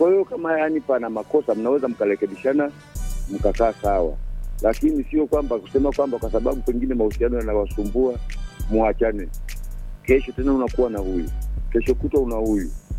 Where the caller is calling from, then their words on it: Tanzania; babani hivi kipande cha Kiodombi manispaa.